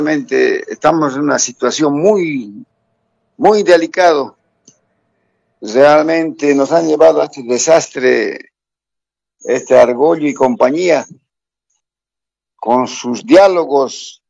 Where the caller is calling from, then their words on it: Bolivia; Somos millones los bolivianos